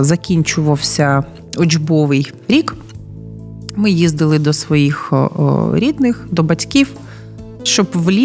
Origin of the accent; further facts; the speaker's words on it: Donetsk, Donetsk Oblast, Ukraine; born there; moved away as an adult; also born or lived in Zaporizhzhia; я пишаюся тим, що я донецька, пишаюся, що я народилась на Донбасі